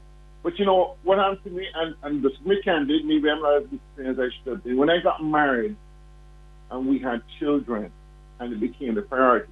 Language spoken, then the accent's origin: English; Jamaica; the experiences that I had as a Jamaican.